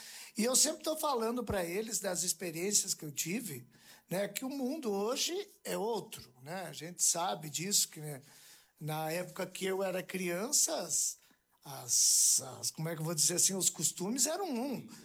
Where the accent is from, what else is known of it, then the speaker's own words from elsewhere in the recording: Mormaço, Rio Grande do Sul, Brazil; E a vida foi crescendo, e eu sou natural do Mormaço, então nós morávamos lá.